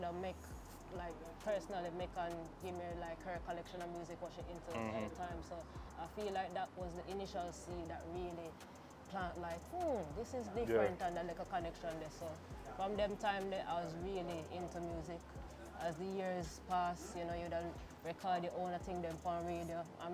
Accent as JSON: {"language": "English", "town": "Brownstone", "country": "Jamaica", "tie": "born or raised there", "also_born_or_lived": "Kingston", "said": "So I grew up in Brownstone."}